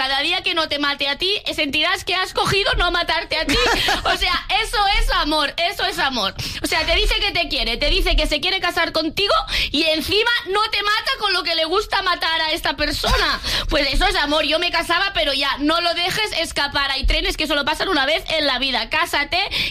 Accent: Andalusia, Spain; Aquí sí que soy andaluza.

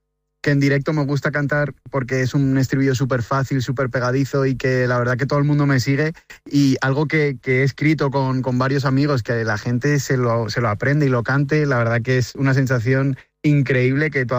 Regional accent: Madrid, Community of Madrid, Spain; yo soy de Madrid y en invierno llueve mucho

